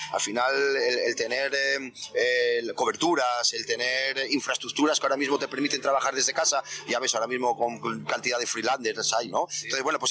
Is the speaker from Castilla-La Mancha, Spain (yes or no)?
no; Aller, Asturias, Spain; Y a vosotros, muchísimas gracias por mostrar mi tierra.